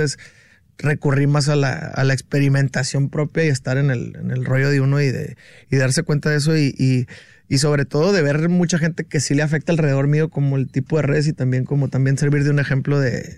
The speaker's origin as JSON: {"language": "Spanish", "region": "Sonora", "country": "Mexico", "said": "Soy de Sonora, estamos bien impuestos a la crítica, nosotros le llamamos carrilla"}